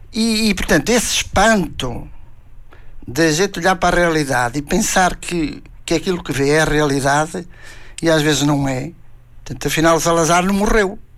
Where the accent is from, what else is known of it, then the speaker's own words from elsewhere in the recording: Jales, Vila Real, Portugal; E eu sou de uma aldeia de Minas de Jaltes, que era uma aldeia mineira, entre as montes.